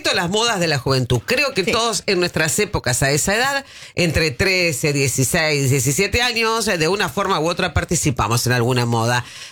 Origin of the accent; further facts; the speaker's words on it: Salta, Argentina; buenas tardes … de Salta.